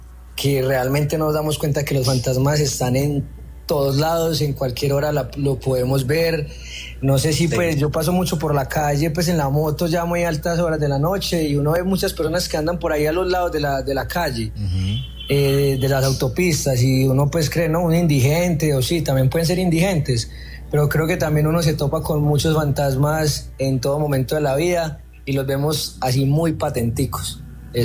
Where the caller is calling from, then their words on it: Medellín, Antioquia, Colombia; yo vivo pues en un barrio de aquí en Medellín, se llama Aranjuez.